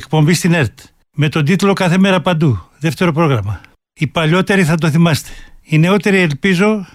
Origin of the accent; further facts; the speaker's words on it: Tripoli, Peloponnese, Greece; Σε πολλά ραδιόφωνα της Αθήνας, στη Θεσσαλονίκη και της Τρίπολης, που είναι η ιδιαίτερη πατρίδα μου.